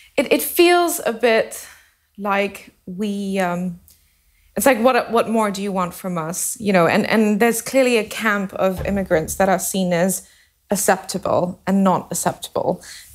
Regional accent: Singapore; moved away as an adult; now in United Kingdom; I'm born in Singapore. I was raised in Singapore.

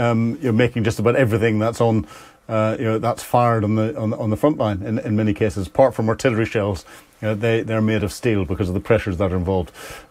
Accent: Ireland; you're an Irishman, I'm an Irishman.

